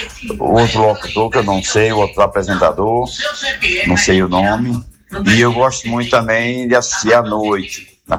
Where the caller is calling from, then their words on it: Lajedo, Pernambuco, Brazil; eu sou da cidade de Lajedo.